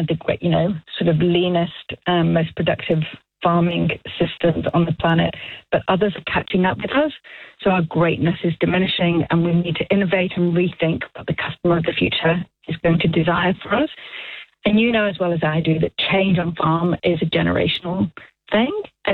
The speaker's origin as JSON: {"language": "English", "town": "Manchester", "region": "North West England", "country": "United Kingdom", "moved": "yes", "lives_now": "Palmerston North, New Zealand", "said": "I am from Manchester."}